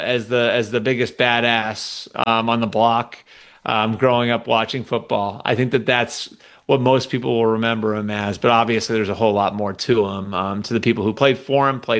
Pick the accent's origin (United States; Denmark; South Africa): United States; New England; Yeah, I was born in 1980. So, like, one of my earliest memories and growing up in New England was the 85 Bears absolutely annihilating the Patriots in January of 1986 in Super Bowl 20.